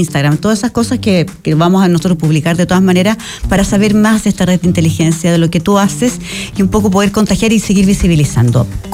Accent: Chile; nuestra juventud en Chile

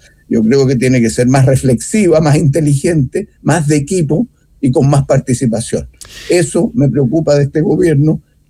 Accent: Chile; me preocupa como chileno

